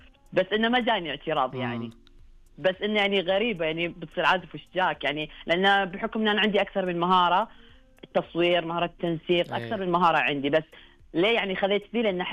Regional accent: Al-Ahsa, Eastern Province, Saudi Arabia; عندنا بالحسة هنا

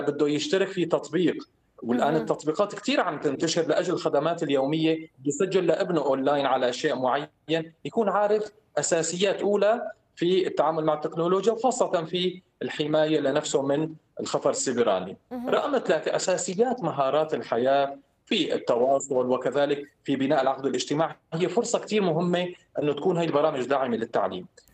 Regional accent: Syria; نحن كسوريين

